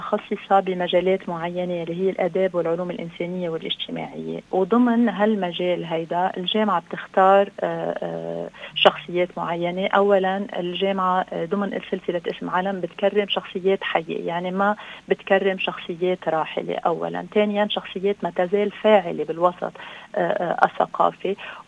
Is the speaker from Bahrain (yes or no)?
no; Lebanon